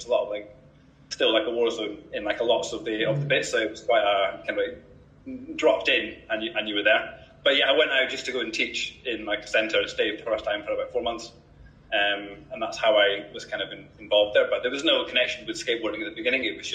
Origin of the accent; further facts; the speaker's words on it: Edinburgh, Scotland, United Kingdom; So I'm from Edinburgh in Scotland